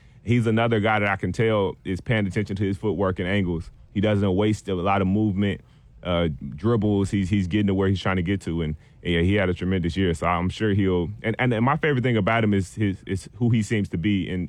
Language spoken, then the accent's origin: English; Little Rock, Arkansas, United States; I grew up in Little Rock around the different people that ended up being in tough situations.